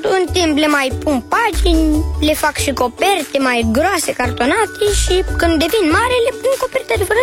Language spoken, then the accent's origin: Romanian; Otopeni, Ilfov, Romania; și am 7 ani și sunt din Otopeni.